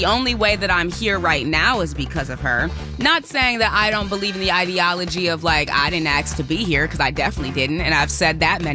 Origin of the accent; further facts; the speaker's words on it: Washington, District of Columbia, United States; now in Detroit, United States; I'm not originally from Detroit. I'm from D.C. But my family, my core family, is from South Carolina.